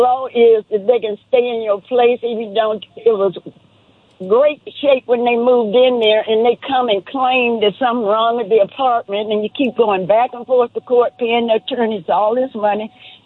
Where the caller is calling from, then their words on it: Los Angeles, California, United States; I am from Los Angeles.